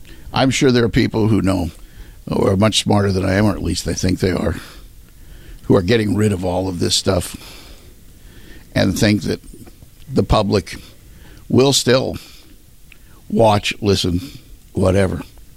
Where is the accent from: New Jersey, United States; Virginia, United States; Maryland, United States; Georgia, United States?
Maryland, United States; Baltimore; I grew up in and around Baltimore, which meant I watched Baltimore TV.